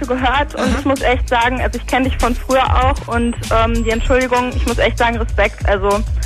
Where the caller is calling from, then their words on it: Wiesbaden, Hesse, Germany; Ich komme aus Wiesbaden.